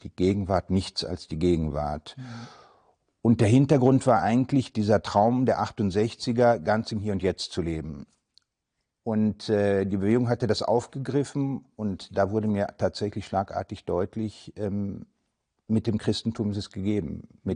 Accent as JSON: {"language": "German", "town": "Müllheim", "region": "Baden-Württemberg", "country": "Germany", "tie": "born or raised there", "also_born_or_lived": "Freiburg", "said": "Ich war in Mülheim, Baden, geboren in Badenweiler, zur Schule gegangen, zum Gymnasium gegangen in Mülheim, Baden."}